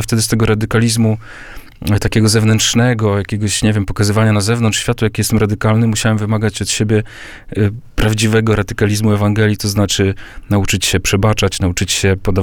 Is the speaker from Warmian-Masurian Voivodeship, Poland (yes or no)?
yes; Warmian-Masurian Voivodeship, Poland; moved away; ja pochodzę z Mazur, z niewielkiej wioski, z Terławki Wielkie.